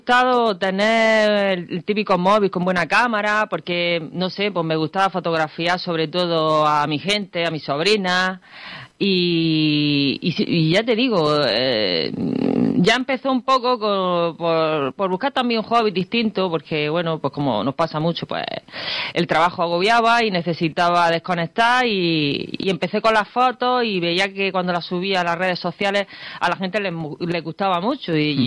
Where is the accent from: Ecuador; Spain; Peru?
Spain; Adra, Andalusia; also born or lived in Málaga; yo soy aquí de Adra de toda la vida, mi gente igual, ¿sí? Somos de aquí, vamos, de siempre.